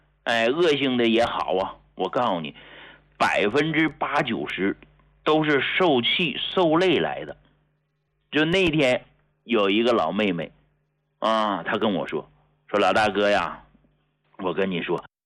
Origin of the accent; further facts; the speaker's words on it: Hegang, Heilongjiang, China; 到啥时候我都知道我是从农村出来的，对吧？啊，农村老家，我的出生地就是黑龙江鹤岗市